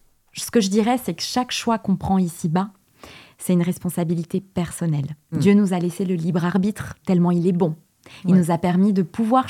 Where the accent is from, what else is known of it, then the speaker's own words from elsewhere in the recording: Portugal; Parce que je suis portugaise.